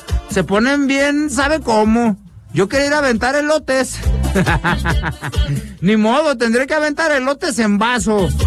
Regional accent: Mexico; así somos los mexicanos

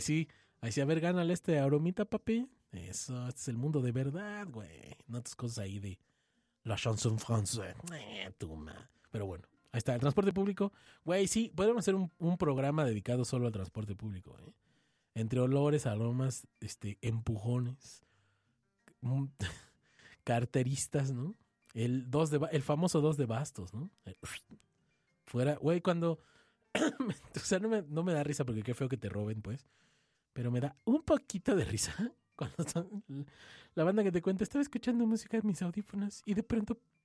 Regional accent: Mexico

